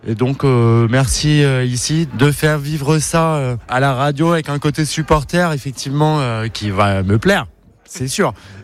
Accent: Paris, Île-de-France, France; je suis parisien, toujours vécu... À Paris ou en banlieue parisienne

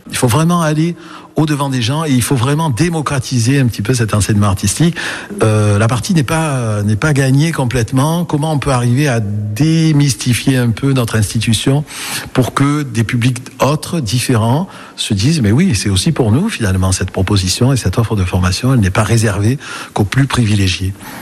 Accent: Marseille, Provence-Alpes-Côte d'Azur, France; born there; moved away as an adult; also born or lived in Toulouse; Je suis né à Marseille, j'ai passé 10 ans à Toulouse avant de venir ici, puis dans le golfe de Saint-Tropez aussi avant.

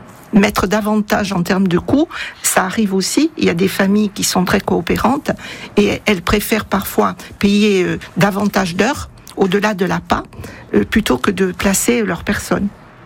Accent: Corsica, France; Surtout chez nous, en Corse.

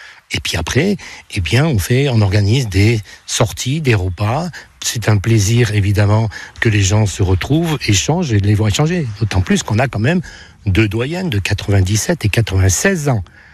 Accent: La Mure, Auvergne-Rhône-Alpes, France; Alors, c'est vrai que je suis plutôt natif de la Mure, et c'était soit le Valbonnet, mais le Valbonnet, il n'y avait pas trop de possibilités, et sur le Beaumont

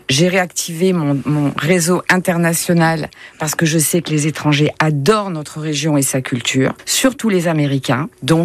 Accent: Reims, Grand Est, France; born there; also born or lived in Constantine; Je suis née à Reims il y a 60 ans dans une famille d'agriculteurs.

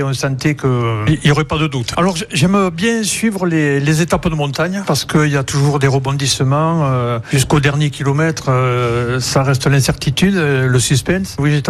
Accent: Argelès-Gazost, Occitanie, France; je suis originaire d'Argelès-Gazost, dans les Hautes-Pyrénées

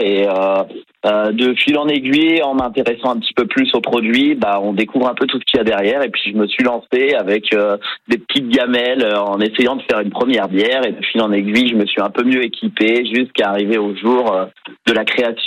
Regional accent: Saintes, Nouvelle-Aquitaine, France; j'ai grandi à Saintes

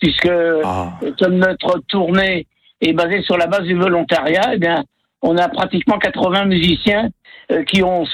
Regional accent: Roanne, Auvergne-Rhône-Alpes, France; Nous sommes de Roanne et nous sommes pas très loin du bord de la Loire.

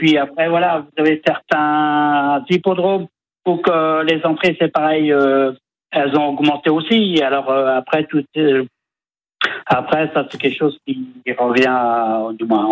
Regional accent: Craon, Pays de la Loire, France; now in L'Aubrière, France; moi je suis originaire de Cran

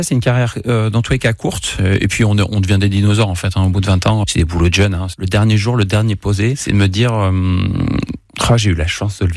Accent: Monbazillac, Nouvelle-Aquitaine, France; j'ai 47 ans et je suis de Montbazillac

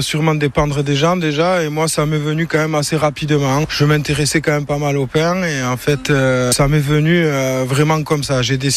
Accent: Nouvelle-Aquitaine, France; je suis originaire d'ici, ouais. Ouais, j'habitais à Chérotte, là maintenant j'habite à Mendit, c'est pas loin, ouais.

